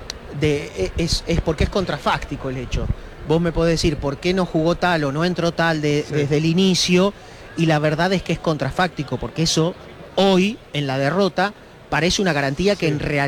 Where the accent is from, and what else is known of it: Argentina